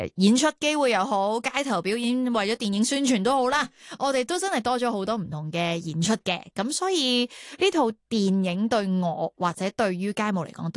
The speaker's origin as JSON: {"language": "Cantonese", "country": "Canada", "tie": "born or raised there", "lives_now": "Hong Kong", "said": "其实我细个喺加拿大嘅时候系歌唱比赛出身啦，然之后已经喺本地嘅一啲电视台做主持。"}